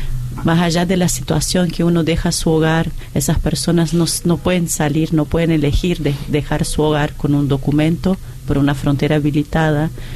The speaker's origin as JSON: {"language": "Spanish", "town": "Campinas", "region": "São Paulo", "country": "Brazil", "second_language": "Spanish", "said": "Yo soy de Campinas, São Paulo, una ciudad del interior de la provincia de São Paulo."}